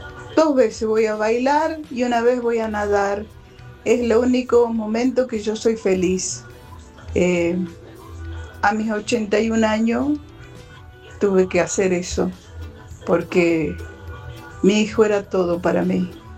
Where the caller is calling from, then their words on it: González Catán, Buenos Aires Province, Argentina; de González Catán.